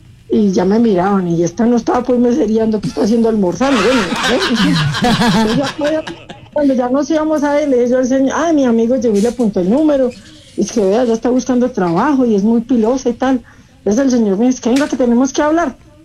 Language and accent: Spanish; Manizales, Caldas, Colombia; Yo soy de Manizales, Caldas. La ciudad.